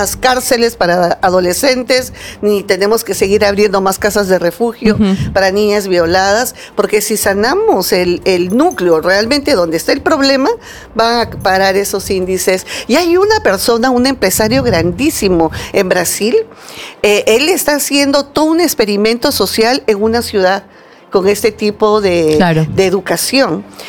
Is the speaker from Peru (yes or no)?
yes; Peru; todos somos peruanos